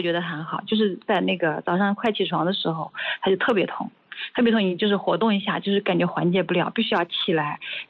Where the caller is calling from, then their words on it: Taizhou, Zhejiang, China; 我是浙江人。